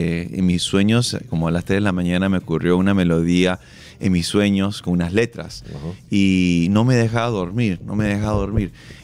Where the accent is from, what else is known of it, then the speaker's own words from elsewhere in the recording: Peru; que somos una familia peruana normal